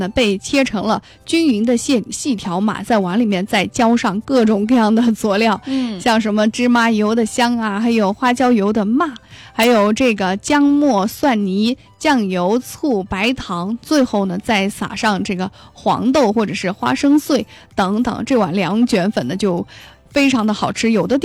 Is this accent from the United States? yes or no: no; Yunnan, China; 那也是我们云南人共同的刻在舌尖上的一个记忆了。